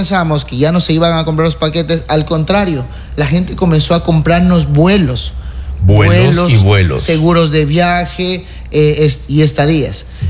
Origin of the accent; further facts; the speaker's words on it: Ecuador; nosotros vamos a como ecuatorianos